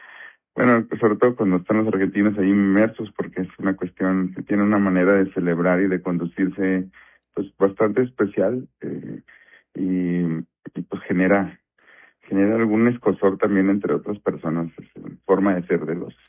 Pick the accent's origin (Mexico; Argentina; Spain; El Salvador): Mexico; celebramos como mexicanos la coronación del primer emperador mexicano